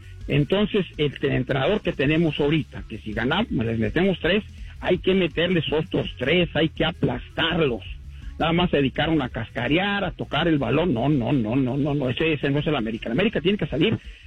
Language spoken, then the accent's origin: Spanish; Mexico; Tú y yo somos mexicanos, pero también somos latinoamericanos.